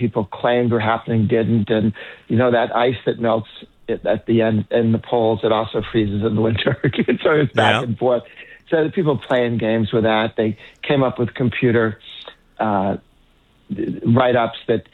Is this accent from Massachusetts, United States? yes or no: yes; Massachusetts, United States; So does Massachusetts, my home state.